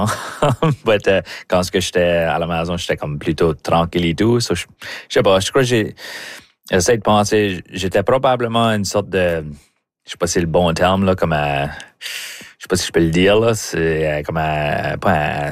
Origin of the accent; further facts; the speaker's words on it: Memramcook, New Brunswick, Canada; Puis ça fait, moi, j'ai grandi vraiment dans la vallée de Memramcook.